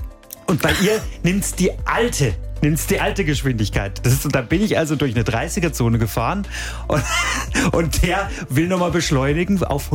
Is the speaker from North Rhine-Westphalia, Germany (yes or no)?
no; Bad Herrenalb, Baden-Württemberg, Germany; ich fahre ja öfter in meine Heimat, in den Nordschwarzwald, nach Bad Herrenalb